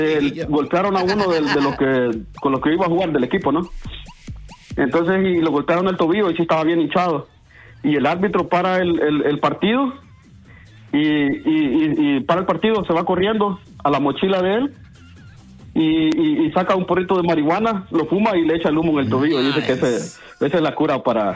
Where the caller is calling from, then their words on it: Virginia, United States; yo vivo en Virginia, en el norte de Virginia. Entonces está cerca Maryland y DC.